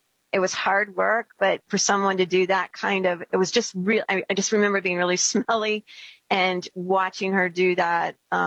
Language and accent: English; York, Pennsylvania, United States; 8 to 14, I was living in inner city York.